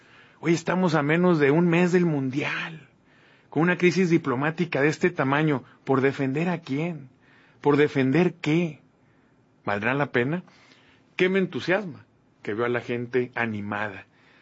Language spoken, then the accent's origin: Spanish; Mexico; Oye, ¿no nos merecemos como mexicanos poner en riesgo simplemente el Tratado de Libre Comercio?